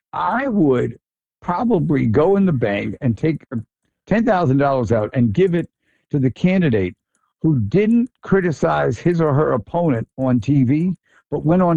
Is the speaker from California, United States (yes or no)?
no; Long Island, New York, United States; We're both from Long Island